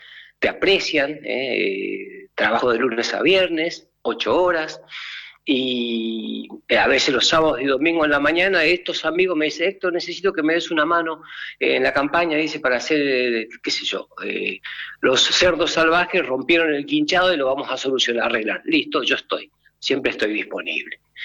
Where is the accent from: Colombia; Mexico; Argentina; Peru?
Argentina; Villa Carlos Paz, Córdoba; also born or lived in Formosa; now in Sicily, Italy; yo soy de Villa Carlos Paz, Córdoba. En realidad nací en Formosa, pero viví casi toda mi vida en Carlos Paz.